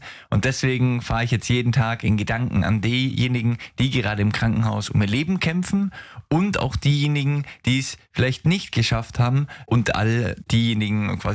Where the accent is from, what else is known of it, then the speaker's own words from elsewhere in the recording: Bavaria, Germany; Ich komme gebürtig aus dem Allgäu